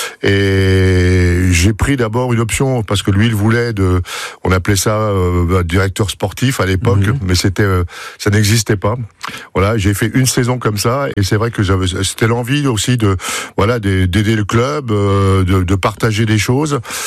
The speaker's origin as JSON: {"language": "French", "region": "Grand Est", "country": "France", "said": "Oui, dans ma fin de carrière, comme j'étais issu des Ardennes, je suis allé rejouer pendant trois saisons à la SPT de Charleville parce que je trouvais que c'était intéressant de rendre au club qui nous avait formé quelque chose."}